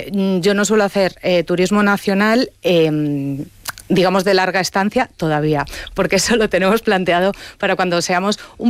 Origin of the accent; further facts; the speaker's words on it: Galicia, Spain; moved away; Entonces, yo soy gallega y suelo pasar mis vacaciones allí y hacemos por España más bien pequeñas escapadas.